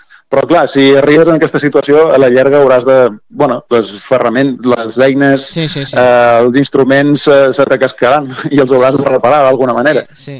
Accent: Balearic Islands, Spain; Jo som de Balears, així que més o menys.

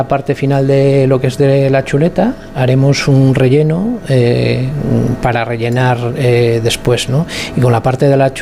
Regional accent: Mondoñedo, Galicia, Spain; Pues nosotros somos de Mondoñedo, a un pueblecito de aquí

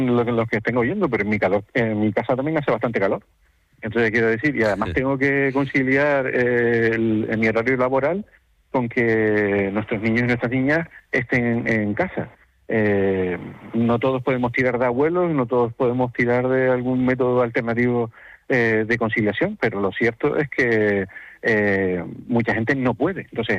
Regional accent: Canary Islands, Spain

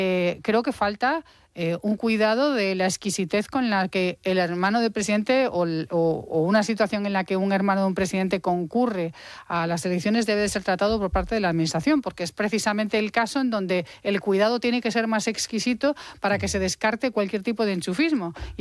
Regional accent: Santiago de Compostela, Galicia, Spain; bueno, soy de Santiago de Compostela, no puedo olvidar ni perder de vista la Diputación Ondarense, la Diputación de Lugo

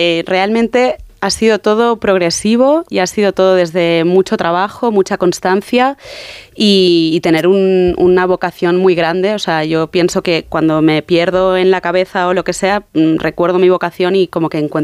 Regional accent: Barcelona, Catalonia, Spain; yo es que soy de Barcelona

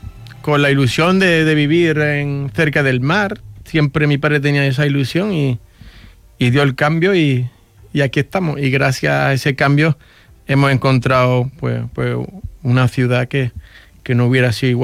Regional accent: Palma del Río, Andalusia, Spain; now in Málaga, Spain; originariamente somos de Palma del Río, de Córdoba.

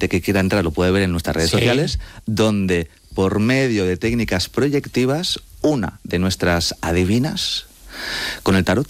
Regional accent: Madrid, Community of Madrid, Spain; La verdad es que yo estoy un poco dividido porque, fíjate, mis padres son argentinos, yo soy madrileño.

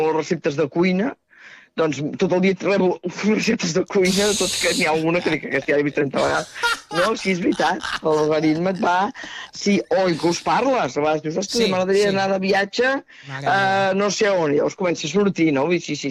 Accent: Terrassa, Catalonia, Spain; Jo sóc de Terrassa i, bueno, a vegades quan passes, ostres, aquí va ser on no?

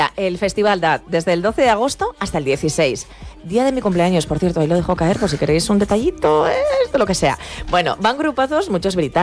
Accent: Aragon, Spain; Yo sí, yo soy maña.

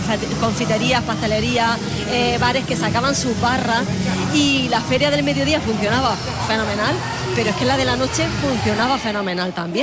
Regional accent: Almería, Andalusia, Spain; porque somos disfrutones los almerienses.

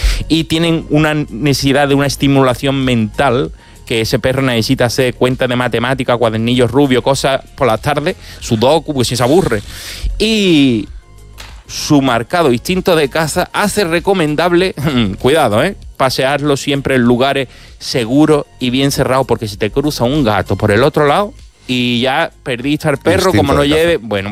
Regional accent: Cádiz, Andalusia, Spain; Como yo soy gaditano, suena igual.

